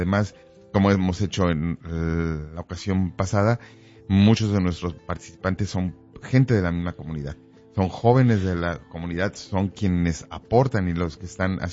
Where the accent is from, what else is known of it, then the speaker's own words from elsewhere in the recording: Mexico; now in Omaha, United States; nuestra herencia y nuestras costumbres como mexicanos, como latinos